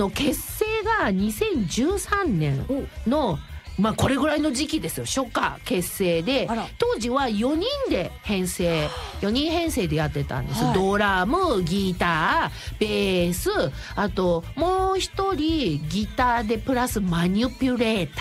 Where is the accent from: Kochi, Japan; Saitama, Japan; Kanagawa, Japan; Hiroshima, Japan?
Saitama, Japan; Kawagoe; 生まれも育ちも川越なの